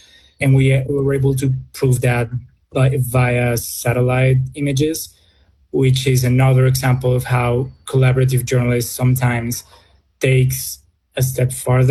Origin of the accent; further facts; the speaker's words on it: Colombia; English is a second language; I'm a journalist from Colombia.